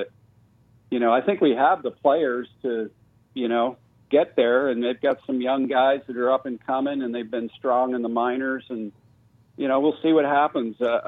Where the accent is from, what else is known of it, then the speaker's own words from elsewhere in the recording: Toronto, Ontario, Canada; moved away; you guys know I'm from Toronto